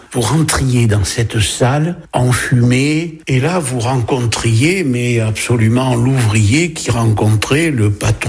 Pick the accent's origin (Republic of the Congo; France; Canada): France; Bordeaux, Nouvelle-Aquitaine; born there; now in Bègles, France; je suis né en 1949, j'ai 77 ans. Je suis né à Bordeaux et je suis venu à Bègles.